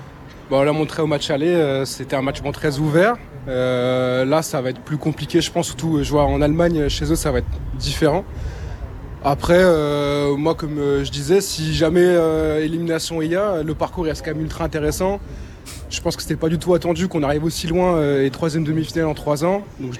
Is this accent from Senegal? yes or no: no; France; Bon, même si on est français, ça fait quand même du mal qu'il soit contre le PSG ce soir.